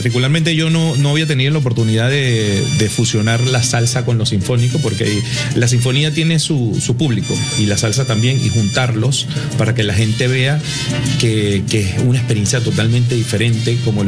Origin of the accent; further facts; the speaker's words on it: Venezuela; Pero hay un tema ahí, porque como yo soy venezolano y digo, nos estamos tratando de comprar los temas, a ver.